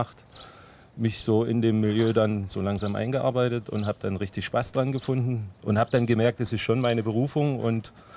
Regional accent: Thuringia, Germany; moved away; Also ich bin Freistaat Thüringen.

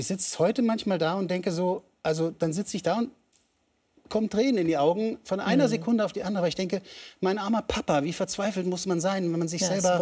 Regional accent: East Germany, Germany; born there; Ich war Italiener in der DDR.

